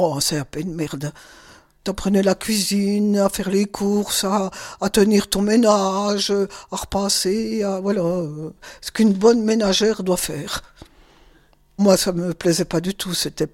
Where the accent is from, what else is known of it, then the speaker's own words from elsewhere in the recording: Audincourt, Bourgogne-Franche-Comté, France; also born or lived in Valentigney; Alors, moi, je suis née à Valentigney, à côté d'Audincourt. On habitait avec mes frères et mes parents au centre-ville d'Audincourt.